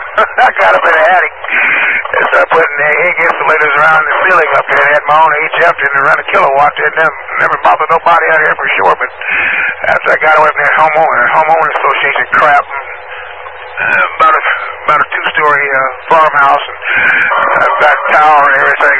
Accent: Statesville, North Carolina, United States; moved away as an adult; I'm actually from down here. I was born and raised in Iredell County, Statesville. I left an 88-acre farm and went up north to drive a dump truck.

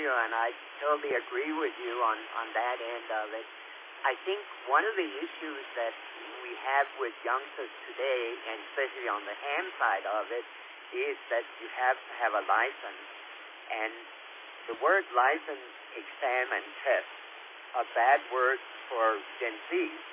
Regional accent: Denmark; moved away; I'm born and raised in Denmark

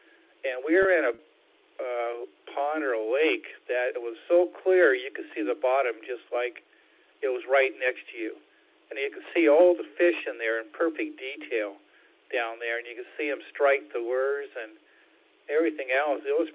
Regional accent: Seattle, Washington, United States; I knew about it because I grew up in Seattle and part of, you know, the social studies, they talked about the areas around the state and that.

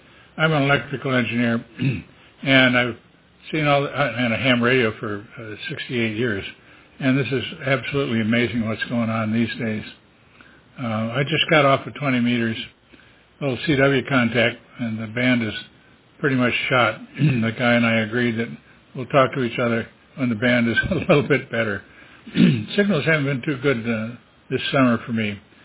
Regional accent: Wisconsin, United States; now in East Coast, United States; So I grew up in Wisconsin. I had a tough time getting acclimated to the East Coast where it's kind of hot.

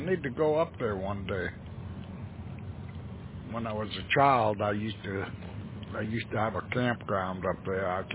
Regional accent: Brooklyn, New York, United States; I'm originally from Brooklyn, New York. Different states all the time. How are you?

